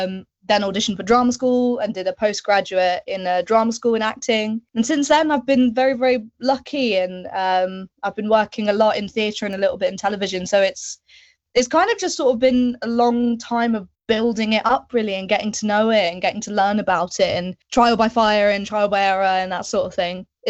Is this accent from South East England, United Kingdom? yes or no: yes; Aylesbury, South East England, United Kingdom; moved away as an adult; also born or lived in Scotland; growing up in Aylesbury, then going to Scotland